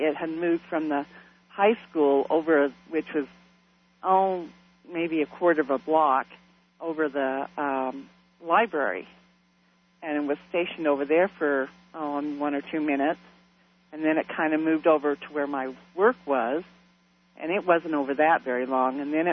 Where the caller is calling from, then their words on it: Roy, Utah, United States; I am from Roy, Utah.